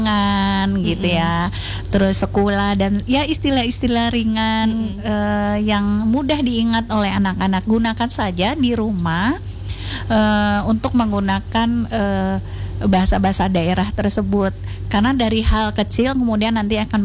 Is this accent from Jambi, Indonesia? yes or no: no; Lampung, Indonesia; saya Lampung tapi saya menikah dengan suami yang bersuku Medan